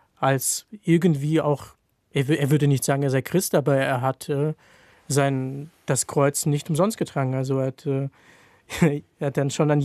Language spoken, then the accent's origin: German; Kharkiv, Kharkiv Oblast, Ukraine; German is a second language; moved away; Ich selbst bin dann in den 90ern eben zur Schule gegangen in Charkiw und hatte Schulunterricht auf Russisch. Ukrainisch hatte ich als Fremdsprache